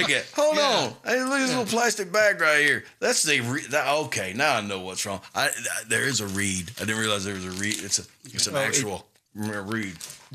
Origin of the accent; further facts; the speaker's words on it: Soso, Mississippi, United States; Y'all know I am from So-So, Mississippi.